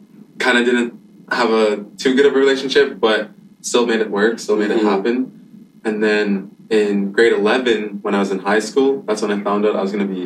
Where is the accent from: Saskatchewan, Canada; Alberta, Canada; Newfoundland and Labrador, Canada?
Alberta, Canada; Saddle Lake Cree Nation; I'm from Satellite Cree Nation. I'm 23 years old.